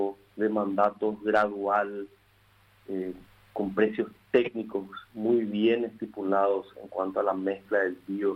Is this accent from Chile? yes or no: no; Paraguay